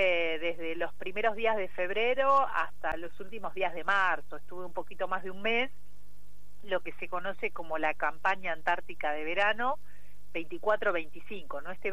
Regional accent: Pico Truncado, Santa Cruz, Argentina; Yo me crié en Pico Truncado, en la provincia de Santa Cruz

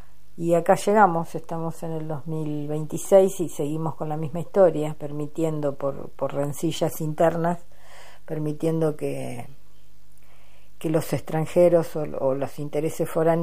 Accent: Argentina

